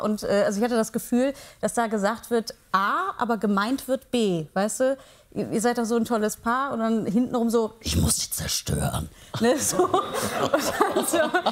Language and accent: German; Heinsberg, North Rhine-Westphalia, Germany